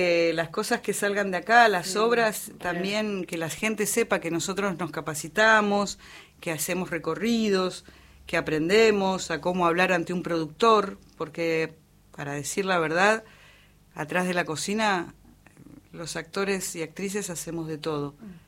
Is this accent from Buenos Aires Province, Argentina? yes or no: yes; Carmen de Patagones, Buenos Aires Province, Argentina; y yo quien les habla, nacida y criada en Patagones, de la comarca.